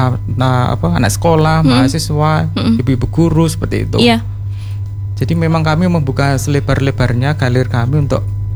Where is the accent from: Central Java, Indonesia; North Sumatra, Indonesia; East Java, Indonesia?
East Java, Indonesia; Tegal Weru; Taru itu sebenarnya desa kami, Tegal Weru awalnya.